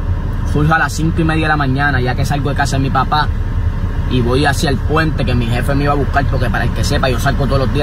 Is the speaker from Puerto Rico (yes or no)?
yes; Puerto Rico; born there; Pues en Puerto Rico, yo nací en Puerto Rico